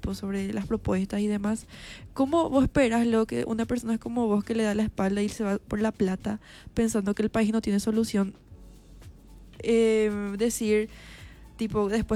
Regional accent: Paraguay; tenemos que alzar más la voz como paraguayos

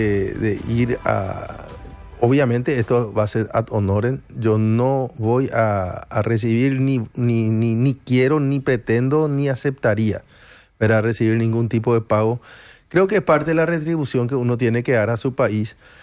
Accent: Paraguay; qué bendecido que somos los paraguayos

